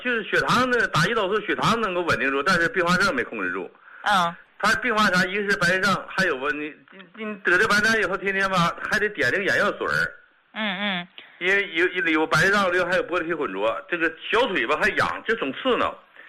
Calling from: Shenyang, Liaoning, China; 我是沈阳的患者，张老师，

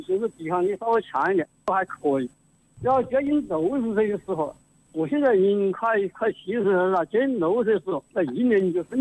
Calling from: Honghu, Hubei, China; 我现在已经有69岁，我是洪湖黄家口镇人

